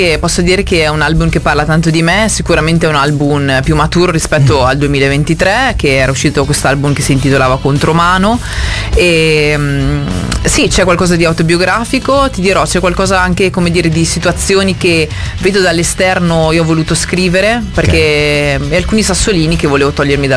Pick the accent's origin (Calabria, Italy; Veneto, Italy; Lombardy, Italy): Veneto, Italy; Verona; moved away as an adult; now in Province of Mantua, Italy; sono nata a Verona, alla fine ho studiato sempre a Verona perché il liceo classico l'ho fatto a Verona